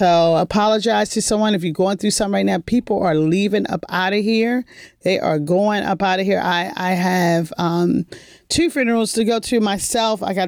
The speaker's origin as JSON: {"language": "English", "town": "Baltimore", "region": "Maryland", "country": "United States", "tie": "born or raised there", "said": "We are Baltimore homegrown. I was born in Johns Hopkins Hospital."}